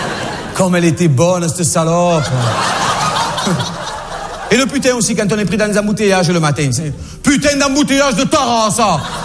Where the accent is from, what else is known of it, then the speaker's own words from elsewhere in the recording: Hazebrouck, Hauts-de-France, France; born there; je suis né à Lille. Enfin, un petit patelin juste à côté, quoi. Ça s'appelle Hazebrouck.